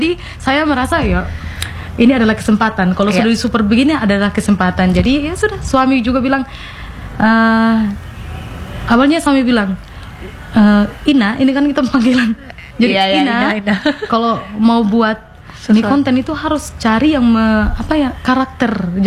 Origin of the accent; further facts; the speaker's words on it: East Nusa Tenggara, Indonesia; sebenarnya kita ini orang Sumba nih pintar, cerdas itu kita semua punya begitu.